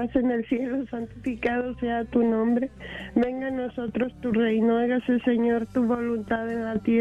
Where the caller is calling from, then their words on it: Denver, Colorado, United States; de la 1340M, Denver, Colorado